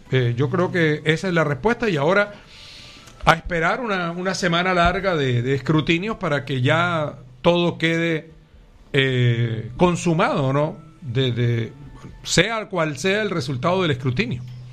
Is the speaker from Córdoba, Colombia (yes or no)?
yes; Córdoba, Colombia; Como cordobés, me llena de orgullo que un hijo de esta tierra pueda llegar a la presidencia con la mirada puesta en las regiones. Desde Córdoba encontrarán un aliado